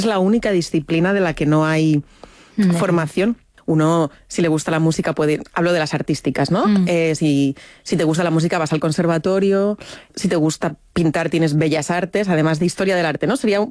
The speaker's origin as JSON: {"language": "Spanish", "town": "Madrid", "region": "Community of Madrid", "country": "Spain"}